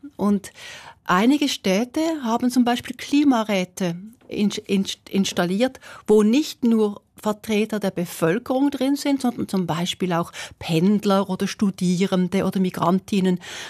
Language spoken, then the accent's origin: German; Switzerland; aber als Schweizer Mädchen ist es mir schon noch wichtig, auch ein wenig teilzuhaben, sozusagen dem, was passiert im eigenen Land.